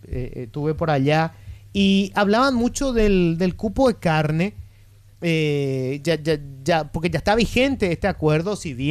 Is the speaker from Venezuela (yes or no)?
no; Paraguay; Nosotros como consumidores paraguayos, ¿verdad?